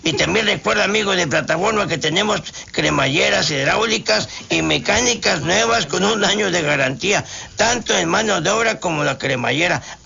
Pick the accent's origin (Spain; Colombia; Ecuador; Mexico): Mexico; Jaumave, Tamaulipas; Yo soy de Jaumabe.